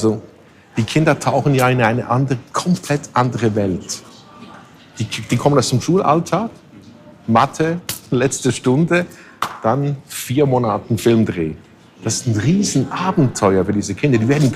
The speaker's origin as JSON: {"language": "German", "country": "Switzerland"}